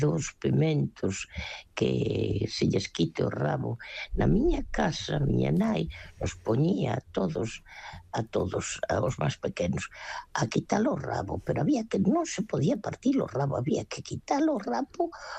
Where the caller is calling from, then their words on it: A Coruña, Galicia, Spain; da Coruña.